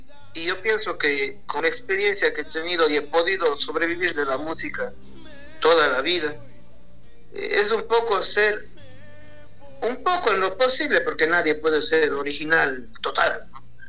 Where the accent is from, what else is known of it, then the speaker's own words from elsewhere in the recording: Cuenca, Azuay, Ecuador; yo soy cuencano, tengo un poco mi, ¿cómo se dice? Curuchupa.